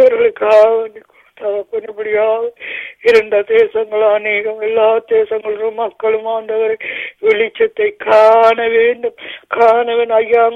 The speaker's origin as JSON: {"language": "Tamil", "country": "Sri Lanka", "tie": "born or raised there", "said": "எங்களுடைய இலங்கை தேசத்துக்காக வேண்டி நாங்கள் பிறந்து வளர்ந்த தேசம்"}